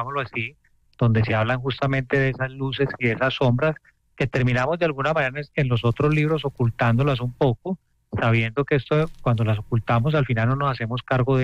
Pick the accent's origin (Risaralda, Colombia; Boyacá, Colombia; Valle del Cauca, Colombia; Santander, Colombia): Valle del Cauca, Colombia; Cali; actualmente en Cali, pero he estado viviendo en otros países y en otras ciudades, pero hoy creo que Cali será, soy caleño y Cali será mi destino por bastantes años.